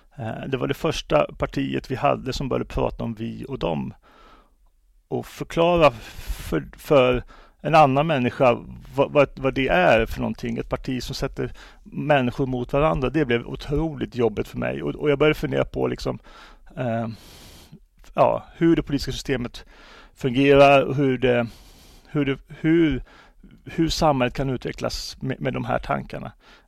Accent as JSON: {"language": "Swedish", "region": "Värmland", "country": "Sweden", "tie": "born or raised there", "also_born_or_lived": "Nacka", "said": "jag sa ju att jag var född i Nacka, uppvuxen i Värmland. Men när folk försöker lista ut var jag kommer ifrån så säger de flesta Blekinge eller Småland."}